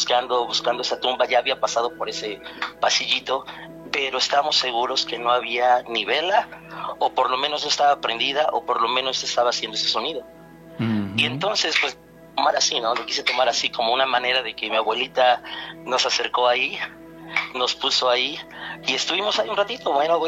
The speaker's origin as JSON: {"language": "Spanish", "town": "Atlixco", "region": "Puebla", "country": "Mexico", "tie": "born or raised there", "said": "Yo soy de Puebla. Sí, señor. Pero toda mi vida estoy en Atlixco."}